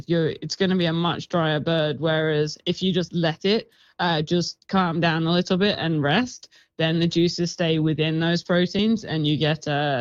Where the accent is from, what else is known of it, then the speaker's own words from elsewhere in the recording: United Kingdom; I'm British, so it has to go traditional sage and onion.